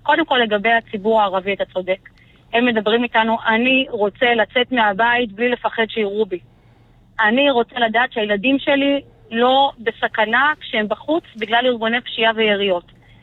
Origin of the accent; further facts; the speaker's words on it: Migdal HaEmek, Northern District, Israel; כשאני גדלתי במגדל העמק, אבא שלי היה מזכיר סניף מפלגת העבודה במגדל העמק, איש של רבין.